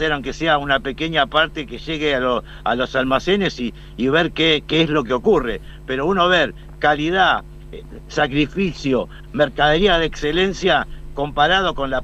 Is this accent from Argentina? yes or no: yes; Argentina; soy argentino